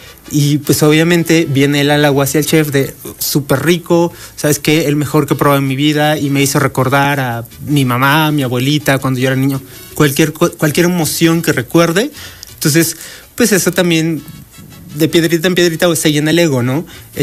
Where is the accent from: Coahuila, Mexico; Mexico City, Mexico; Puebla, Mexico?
Puebla, Mexico; si nosotros viajamos a otro estado como poblanos, pues tenemos un paladar un poquito más exigente, creo yo, porque pues a final del día, y lo he visto a lo largo de mi carrera, siempre comparamos la cocina de casa, la cocina de donde venimos